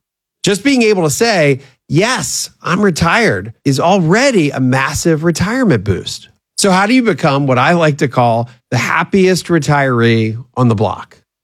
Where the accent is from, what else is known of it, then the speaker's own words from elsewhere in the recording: United States; I'm an American.